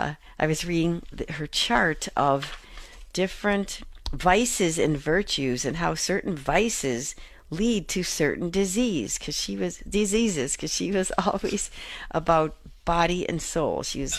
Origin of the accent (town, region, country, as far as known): Chicago, Illinois, United States; born or raised there